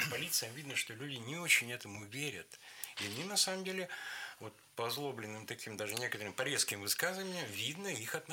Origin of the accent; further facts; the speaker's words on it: Vologda, Vologda Oblast, Russia; мы с Сережей из Вологды, Березовую Слободку. Она так очень хорошо укрытая в лесах, ее не особо видно с дороги.